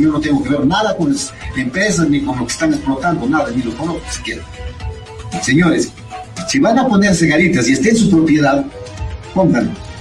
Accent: Quiruvilca, La Libertad, Peru; Nosotros, como Quirúilca, aquí zona urbana, somos 100% mineros.

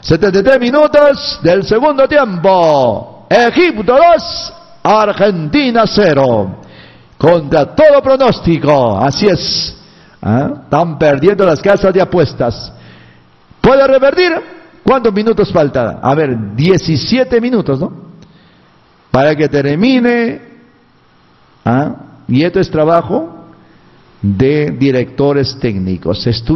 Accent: Peru; ¿No somos peruanos?

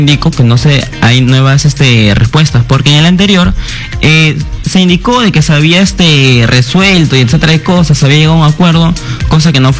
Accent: Chincha Alta, Ica, Peru; yo soy de Chincha, soy el primer profesional, o sería el primer profesional de mi familia. Mi familia se dedica a la chacra

